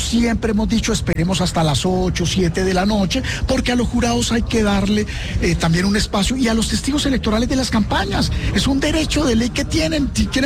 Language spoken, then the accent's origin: Spanish; Ibagué, Tolima, Colombia; Y mi querido Ibagué, yo soy de Ibagué